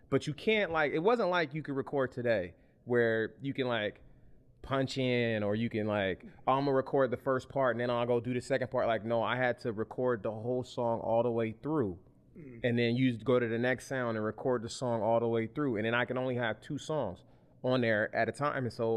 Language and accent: English; Sacramento, California, United States; I'm a composer from Sacramento, California, born and raised.